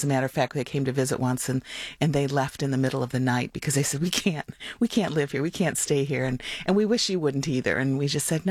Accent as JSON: {"language": "English", "town": "Redford", "region": "Michigan", "country": "United States", "tie": "born or raised there", "said": "I was raised in Redford, just 2 miles outside of the city of Detroit. My mom and dad were working class people."}